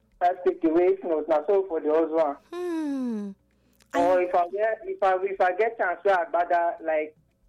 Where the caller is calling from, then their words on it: Guinea; I'm calling from New Guinea.